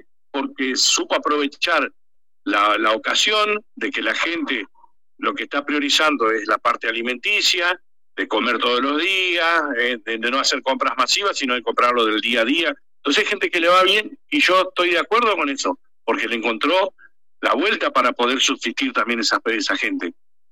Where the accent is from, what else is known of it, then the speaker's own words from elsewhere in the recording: Argentina; como somos los argentinos.